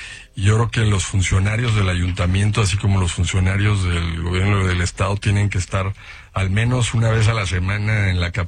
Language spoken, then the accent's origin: Spanish; Mexico; como ciudadano, como mexicano